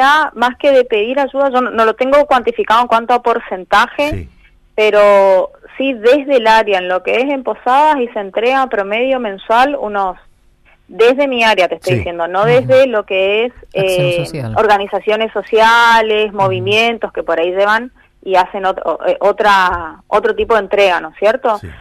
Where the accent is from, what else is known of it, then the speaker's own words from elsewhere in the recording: Argentina; como somos los argentinos resilientes y también vamos a poder salir de esta situación